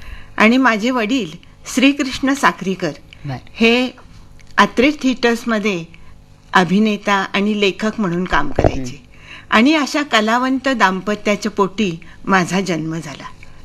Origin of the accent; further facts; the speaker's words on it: Kolhapur, Maharashtra, India; also born or lived in Mumbai; माझं बालपण हे कोल्हापुरात गेलं, पण जन्म मात्र मुंबईचा.